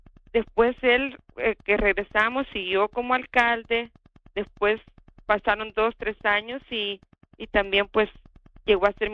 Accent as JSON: {"language": "Spanish", "country": "El Salvador", "said": "Soy del Salvador, sí. ¿Verdad? Y mi trasfondo familiar creo que es igual al de muchas personas. Yo soy la tercera de 5 hermanos, crecí en un hogar muy, muy religioso"}